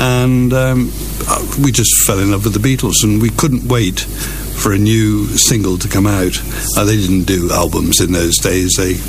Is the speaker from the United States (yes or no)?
no; Ross-on-Wye, West Midlands, United Kingdom; moved away as an adult; I was born in Walford Road in 1947